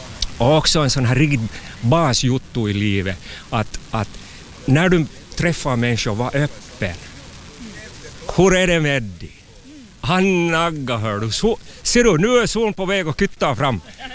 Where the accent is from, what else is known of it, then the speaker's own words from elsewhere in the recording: Hanko, Uusimaa, Finland; also born or lived in Canada; Jag är hangöbo, jag är flera egentligen. Jag är finlandssvensk, hangöbo kanske framför allt. Och så är jag också kanadensare.